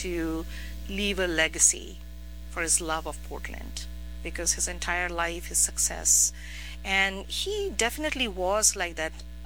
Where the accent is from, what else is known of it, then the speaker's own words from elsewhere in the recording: India; I was born in India X decades ago. I won't tell you how many decades ago. I grew up with a very sort of broad mindset.